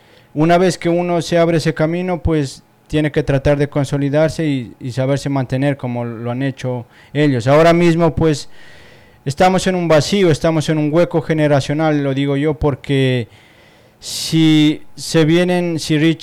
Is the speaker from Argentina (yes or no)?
no; Ecuador; en la zona norte de donde soy yo